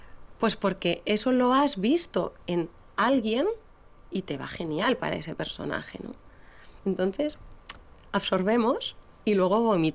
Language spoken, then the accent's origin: Spanish; Basque Country, Spain; born there; Mi ama es gallega y mi aita es leonés. Yo nací aquí en Euskadi